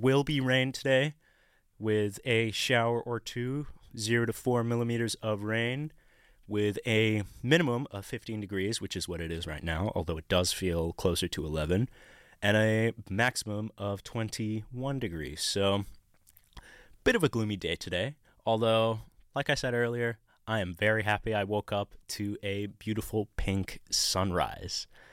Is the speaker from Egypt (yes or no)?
yes; Cairo, Cairo Governorate, Egypt; now in Australia; my hometown of Cairo in Egypt.